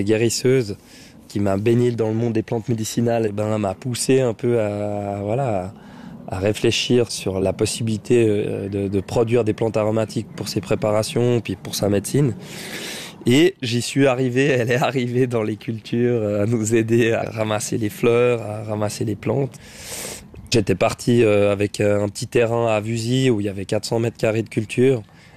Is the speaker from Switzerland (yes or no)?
yes; Versoix, Geneva, Switzerland; born or raised there